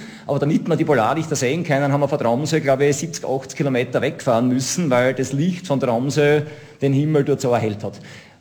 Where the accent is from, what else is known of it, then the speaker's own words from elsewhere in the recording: Styria, Austria; moved away; ich komme aus der Altsteiermark ursprünglich